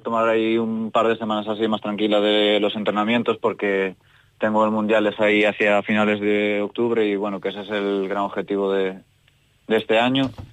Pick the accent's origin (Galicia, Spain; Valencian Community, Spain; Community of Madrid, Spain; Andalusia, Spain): Galicia, Spain; Pontevedra; Sí, yo soy de Pontevedra.